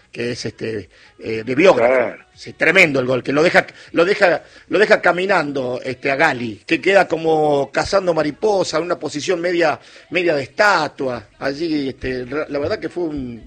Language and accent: Spanish; San Pablo, Tucumán, Argentina; Hola, Eladio … de San Pablo, Tucumán.